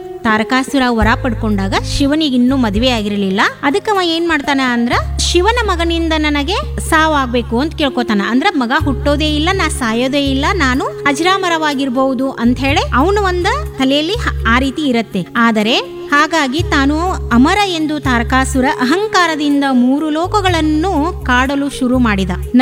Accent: Belagavi, Karnataka, India; ಬೆಳಗಾವಿ ಅಂದ್ರೆ ನಾವು ಬೆಳಗಾವದವರು.

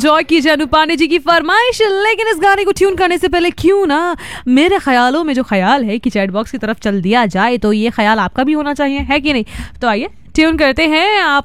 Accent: Gonda, Uttar Pradesh, India; मैं तो गोंडा से हूं।

